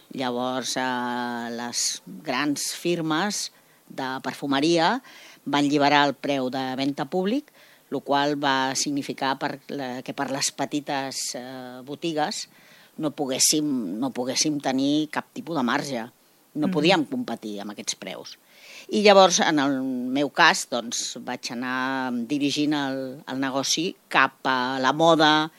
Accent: Castelldefels, Catalonia, Spain; born there; Jo sóc nascuda aquí a Castelldefels, tota la vida he estat al comerç

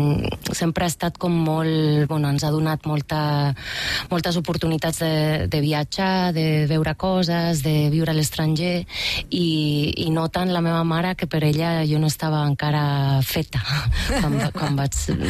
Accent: Bilbao, Basque Country, Spain; born or raised there; Catalan is a second language

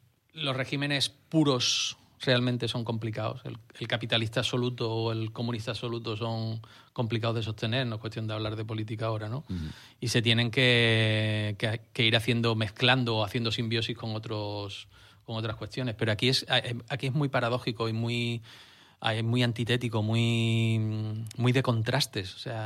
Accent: San Fernando, Andalusia, Spain; El sitio donde yo... el hospital donde yo nací... el barrio donde yo me crié, el patio en el que yo jugaba, la guardería a la que yo iba

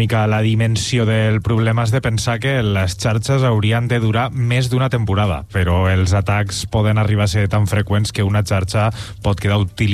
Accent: Castelló, Valencian Community, Spain; now in Tarragona, Spain; jo sóc un noi de Castelló que va arribar a Tarragona per amor al bàsquet

